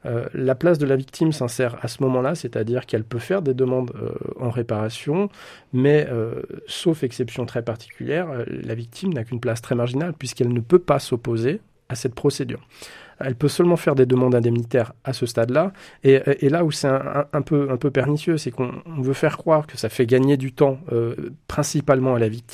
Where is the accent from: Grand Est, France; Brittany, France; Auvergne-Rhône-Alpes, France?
Auvergne-Rhône-Alpes, France; Saint-Étienne; Alors moi je suis un pur produit stéphanois, je suis né à Saint-Étienne, j'ai fait mes études à Saint-Étienne et j'exerce en tant qu'avocat pénaliste à Saint-Étienne.